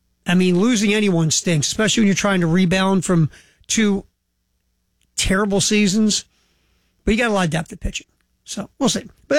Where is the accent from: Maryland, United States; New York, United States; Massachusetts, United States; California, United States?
Maryland, United States; Baltimore; I'm from Baltimore, obviously.